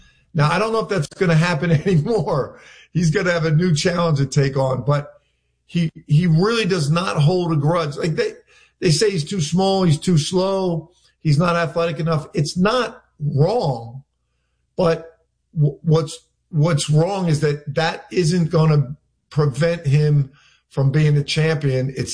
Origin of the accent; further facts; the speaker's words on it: Philadelphia, Pennsylvania, United States; moved away; I'm from Philly.